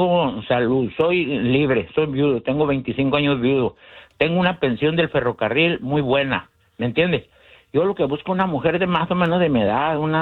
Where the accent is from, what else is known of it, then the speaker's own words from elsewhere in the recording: Chihuahua, Mexico; viven allá en Chihuahua, yo soy de Chihuahua, ¿me entiendes?